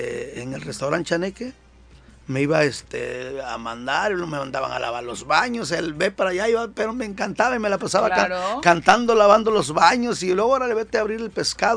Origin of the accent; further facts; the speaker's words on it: Acapulco, Guerrero, Mexico; donde está el puente, de ahí es mi pueblo querido